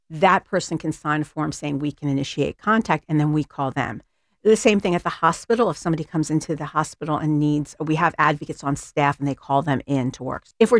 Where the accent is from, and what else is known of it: Ambler, Pennsylvania, United States; born or raised there